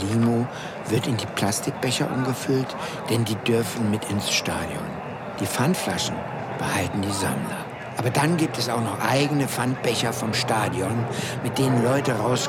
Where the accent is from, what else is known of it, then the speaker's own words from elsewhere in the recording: Berlin, Germany; Als Berliner ist das hier irgendwie viel zu voll hier.